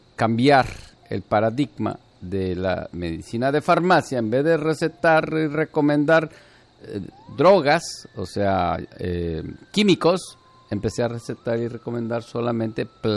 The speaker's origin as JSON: {"language": "Spanish", "town": "Cerralvo", "region": "Nuevo León", "country": "Mexico", "said": "Yo soy de Cerralbo, Nuevo León, la cuna del estado de Nuevo León"}